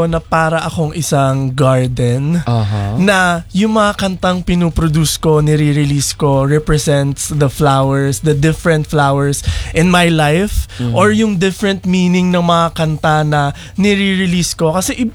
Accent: Cavite, Calabarzon, Philippines; taga-Cavite ako.

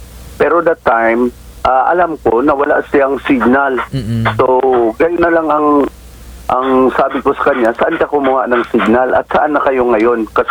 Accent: Cebu, Central Visayas, Philippines; now in Coron, Philippines; Ako po ay taga Cebu na 1983, nandito na po kami sa bayan ng Coron.

